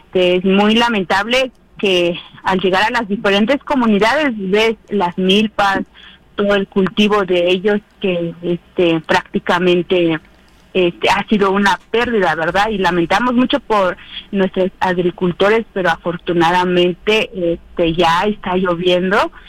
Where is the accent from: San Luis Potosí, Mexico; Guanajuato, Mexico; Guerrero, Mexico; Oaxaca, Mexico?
Oaxaca, Mexico; San Andrés Chicahuaxtla; first language Triqui; Spanish is a second language; para mi comunidad triqui, los tres variantes, alta, media y baja. Yo soy alta, de San Andrés Picahuatzla.